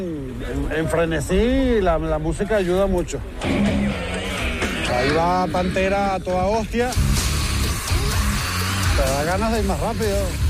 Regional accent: Venezuela; moved away as an adult; now in Spain; yo en mi país, en Venezuela, yo soy economista.

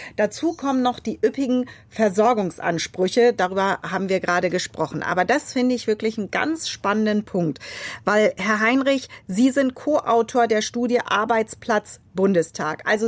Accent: Verden, Lower Saxony, Germany; aus Verden an der Aller, mir sehr nahe, meine Heimatstadt.

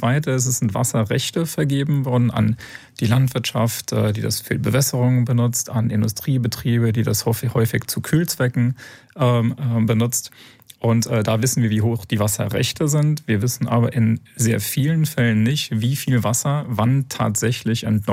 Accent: Leipzig, Saxony, Germany; meine Heimatstadt Leipzig

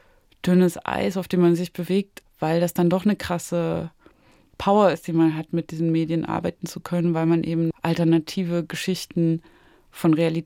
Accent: Zwickau, Saxony, Germany; born or raised there

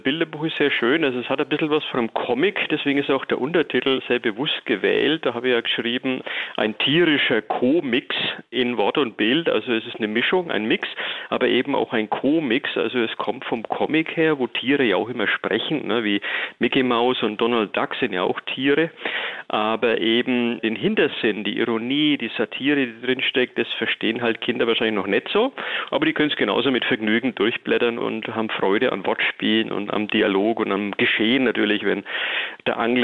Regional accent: Bavaria, Germany; ich bin im Aischgrund aufgewachsen mit Karpfen und mit Weihern und so.

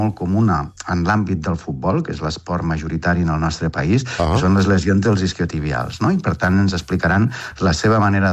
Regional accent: Balaguer, Catalonia, Spain; now in Barcelona, Spain; Jo sóc de Lleida, de Balaguer.

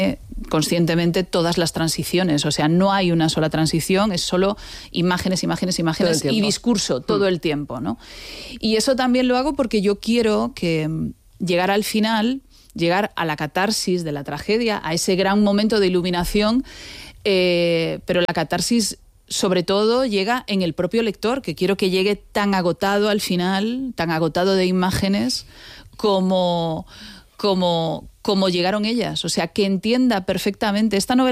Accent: A Coruña, Galicia, Spain; Soy gallega de digámoslo, Coruña. Digámoslo, soy gallega. Gallega de A Coruña.

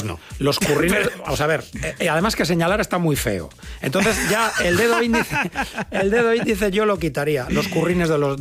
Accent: Zaragoza, Aragon, Spain; Como somos de Zaragoza

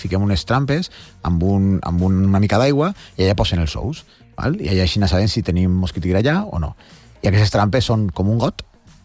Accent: Faura, Valencian Community, Spain; No, d'un poblet a costa de Sagunt, que es diu Faura.

